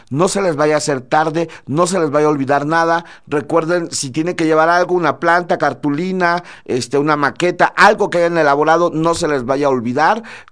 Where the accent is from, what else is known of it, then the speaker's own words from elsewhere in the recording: Mexico; somos los mexicanos